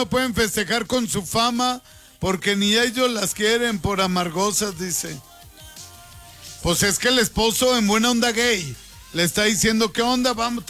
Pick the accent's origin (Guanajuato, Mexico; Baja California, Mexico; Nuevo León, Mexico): Nuevo León, Mexico; yo soy de Tunalguilla, Nuevo León.